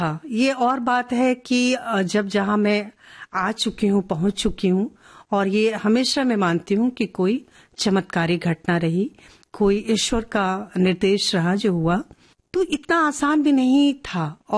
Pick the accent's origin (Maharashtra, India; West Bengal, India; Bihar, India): Bihar, India; मैं एक बहुत ही रूढ़ीवादी ब्राह्मण फैमिली की लड़की हूं और बिहार बहुत दूर है, गया, नवादा, नालंदा, राजगीर, मैं वहां से हूं।